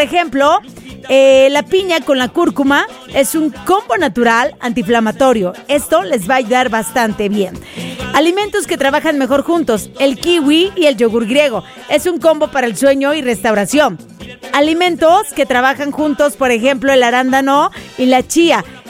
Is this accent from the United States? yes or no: no; Mexico City, Mexico; así como decimos en la Ciudad de México.